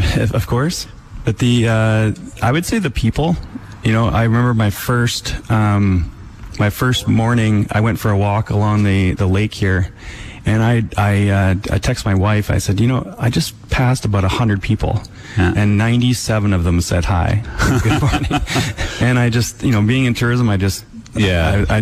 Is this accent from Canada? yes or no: yes; Vancouver, British Columbia, Canada; moved away as an adult; now in Penticton, Canada; I grew up in Vancouver, love Vancouver.